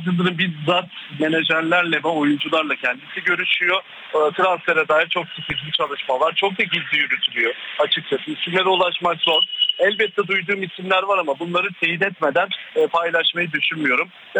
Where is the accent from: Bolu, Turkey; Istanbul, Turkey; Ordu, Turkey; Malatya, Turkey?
Ordu, Turkey; Ünye; Ünye benim memleketim.